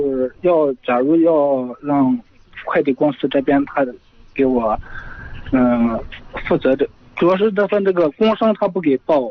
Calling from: Hejin, Shanxi, China; 是河津的。

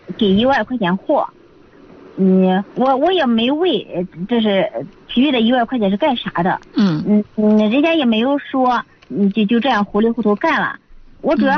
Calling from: Linyi, Shandong, China; 我是临沂的。

